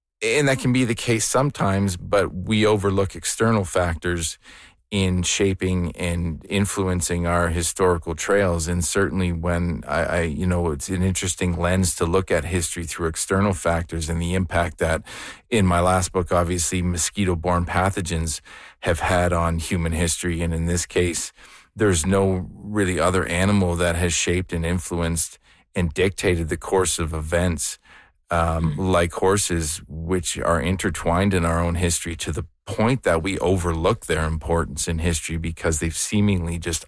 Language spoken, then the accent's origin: English; Sarnia, Ontario, Canada; also born or lived in Hamilton; So I'm from Canada originally. I'm from born in Hamilton and raised in Sarnia, Ontario.